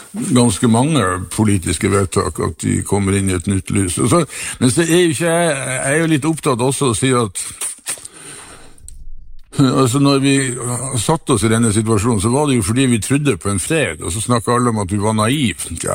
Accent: Northern Norway, Norway; Så det kan jo være håpet, at vi som nordlendinger klarer å overbevise verden om at det faktisk her oppe er det flotteste del av verden befinner seg.

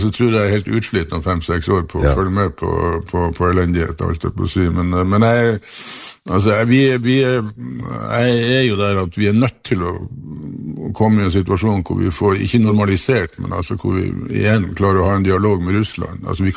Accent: Northern Norway, Norway; det kan jo være håpet at vi som nordlendinger klarer å overbevise verden om at det er faktisk her oppe det flotteste del av verden befinner seg.

